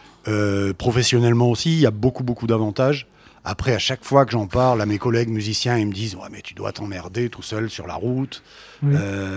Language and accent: French; Aix-en-Provence, Provence-Alpes-Côte d'Azur, France; now in Quercy, France; je suis originaire d'Aix-en-Provence